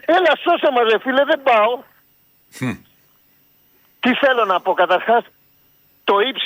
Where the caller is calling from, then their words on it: Pyrgos, Western Greece, Greece; Εγώ είμαι από Πύργο, δίπλα την αργά.